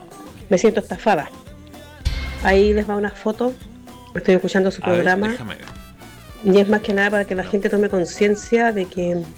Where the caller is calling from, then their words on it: Quilpué, Valparaíso, Chile; Soy del Belloto.